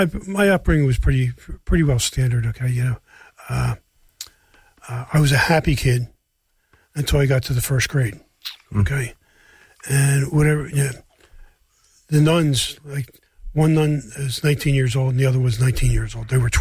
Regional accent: Upper Darby, Pennsylvania, United States; Well, I grew up in Upper Darby.

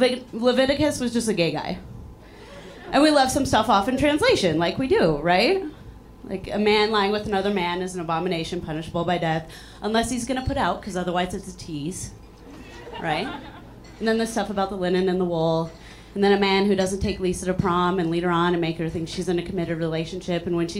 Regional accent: Chicago, Illinois, United States; So, like the host said, I'm from Chicago.

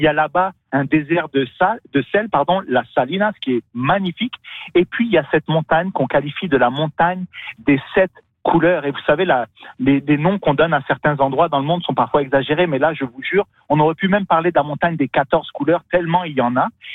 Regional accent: Niger; born there; Moi, je suis né au Niger, en Afrique de l'Ouest, un pays très, très pauvre. J'étais dans la classe moyenne.

